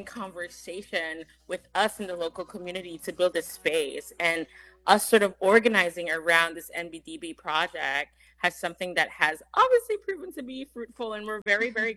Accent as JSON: {"language": "English", "country": "Philippines", "tie": "born or raised there", "also_born_or_lived": "California, United States", "said": "I was born in California, but when I was three, I moved to the Philippines. And so I've been there for elementary school and high school."}